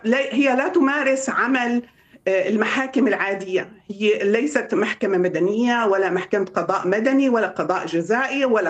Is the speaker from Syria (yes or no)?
yes; Syria; نحن كسوريين وقانونيين وقضاة ومحامين